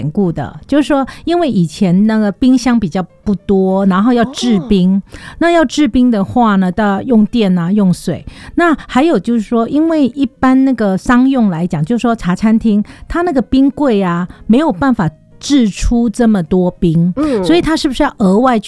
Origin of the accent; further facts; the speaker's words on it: Hong Kong; 我们可能从小在香港